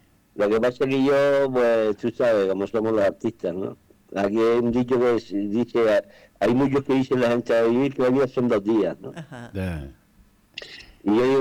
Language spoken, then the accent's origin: Spanish; Canary Islands, Spain; Los canarios somos muy de latinos.